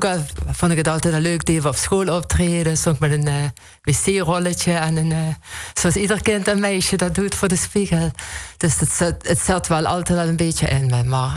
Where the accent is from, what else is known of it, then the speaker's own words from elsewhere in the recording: Kerkrade, Limburg, Netherlands; is 52 jaar. Geboren en getogen in Eigenshoven, Kerkrade.